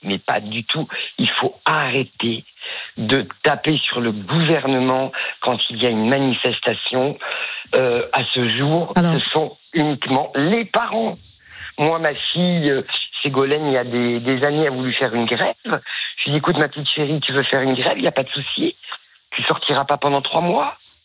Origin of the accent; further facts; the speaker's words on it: Montpellier, Occitanie, France; Alors je ne suis pas de l'Aquitaine, je suis de Montpellier.